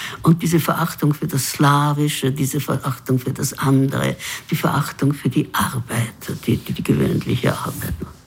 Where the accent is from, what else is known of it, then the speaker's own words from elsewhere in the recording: Vienna, Austria; als meine Eltern in Wien sozusagen die Sesshaftigkeit versucht haben, sind wir vom 4. Bezirk in den 17. Bezirk gekommen.